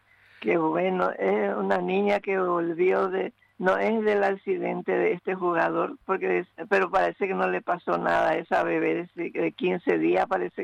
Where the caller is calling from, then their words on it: Paraguay; yo soy de Paraguay.